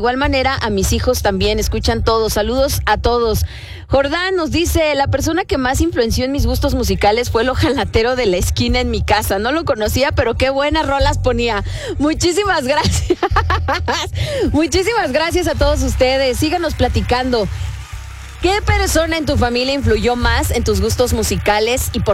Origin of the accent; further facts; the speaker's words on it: Mexico City, Mexico; Marlon, la influencia en mí fue mi familia y mi barrio. Yo soy de la Morelos y lo que se oía era la música tropical, las sonoras y en los 80s el high energy.